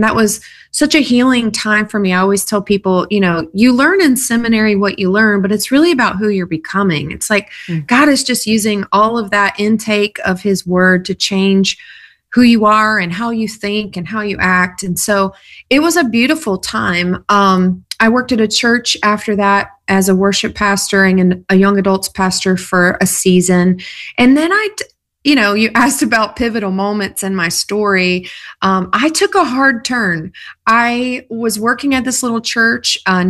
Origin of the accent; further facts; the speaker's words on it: South Carolina, United States; Well, I grew up in South Carolina on a lot of acreage in a trailer out in the middle of nowhere.